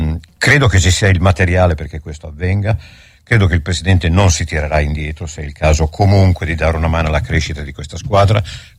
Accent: Emilia-Romagna, Italy; now in Bologna, Italy; io sono romagnolo, sì. E quindi per me l'Emilia si chiama Emilia Romagna, e io vivo a Bologna in terra straniera, cioè in Emilia.

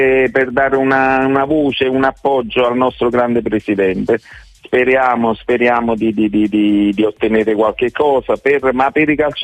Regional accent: Naples, Campania, Italy; now in Benevento, Italy; Io sono un napoletano che risiede a Benevento per motivi di lavoro.

